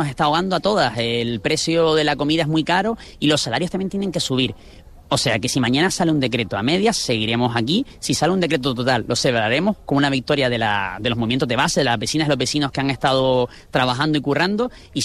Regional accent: Las Palmas de Gran Canaria, Canary Islands, Spain; yo soy de La Isleta

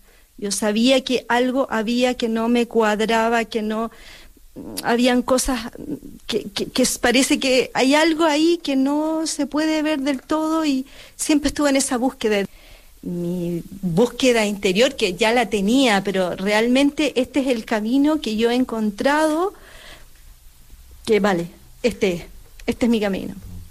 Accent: Chile; Sí, es mi nombre simbólico y soy chilena.

